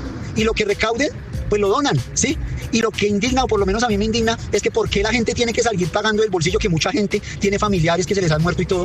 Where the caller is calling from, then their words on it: Bogotá, Bogotá D.C., Colombia; yo vivo en Bogotá